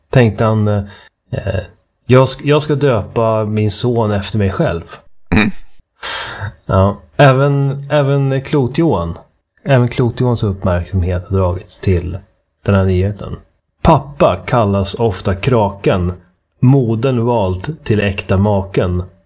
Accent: Uppsala, Uppsala County, Sweden; born there; Det åt man alltid hemma i Uppsala.

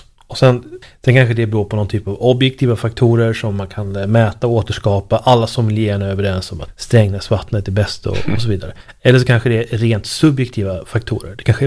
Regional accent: Uppsala, Uppsala County, Sweden; now in Stockholm, Sweden; Jag tycker ju kranvattnet i min hemstad Uppsala smakar väldigt bra. Jag har bott i Stockholm väldigt länge

